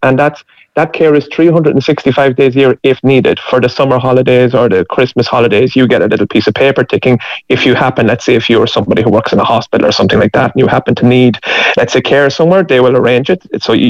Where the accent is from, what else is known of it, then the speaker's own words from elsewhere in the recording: Ireland; moved away as an adult; now in Finland; I'm Irish. My wife is Finnish. We met in Ireland. We had our first kid in Ireland, and we were in childcare in Ireland for a little while, for about 6 months before we moved over here.